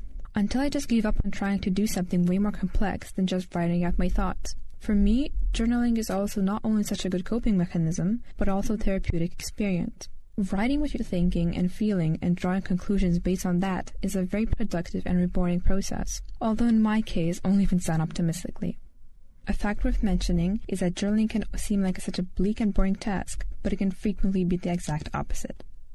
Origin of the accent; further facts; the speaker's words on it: Lithuania; English is a second language